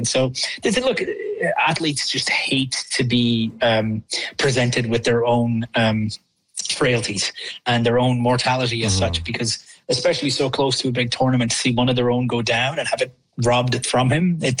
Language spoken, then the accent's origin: English; Ireland; moved away; I grew up in Ireland, as you know, Chris.